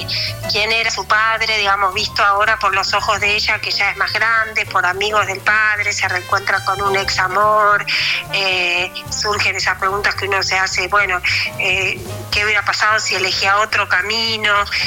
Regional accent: Rosario, Santa Fe, Argentina; now in Buenos Aires, Argentina; compartimos la panza de nuestra madre, la pieza en Rosario

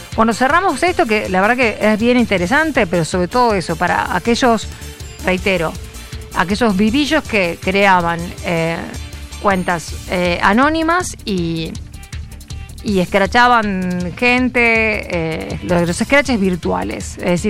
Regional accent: Rosario, Santa Fe, Argentina; somos rosarinos

